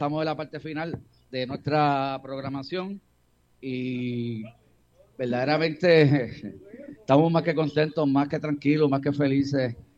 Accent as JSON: {"language": "Spanish", "town": "Barranquitas", "country": "Puerto Rico", "tie": "born or raised there", "moved": "yes", "said": "allá en mi pueblo en Barranquita"}